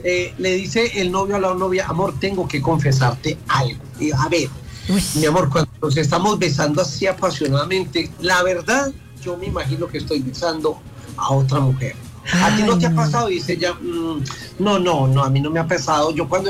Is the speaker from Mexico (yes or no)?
no; Antioquia, Colombia; Caramanchuma, que es mi pueblo.